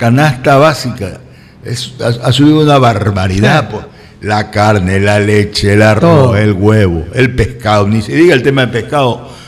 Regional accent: Manabí, Ecuador; Nos alegramos como ecuatorianos que somos, como hombres de bien, que somos los manavitas

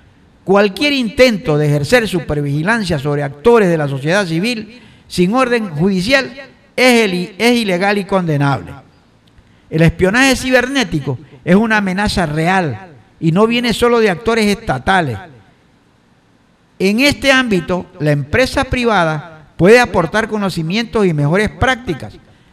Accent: Ecuador; Saben quiénes somos los ecuatorianos

